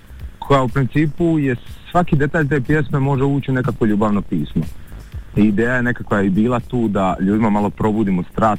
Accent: Split-Dalmatia County, Croatia

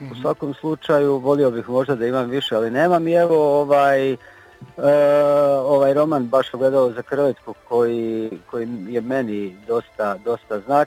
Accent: Banja Luka, Republika Srpska, Bosnia & Herzegovina; moved away; moj rodni grad Banja Luku

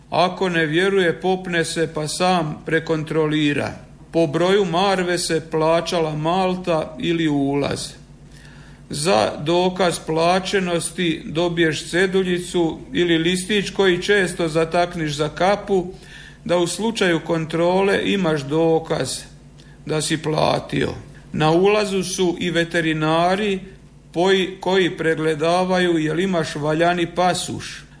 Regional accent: Strizivojna, Osijek-Baranja County, Croatia; Mi iz Strizivojne smo bili orijentirani na Đakovački, Vrpoljački i Andrejevački vašer.

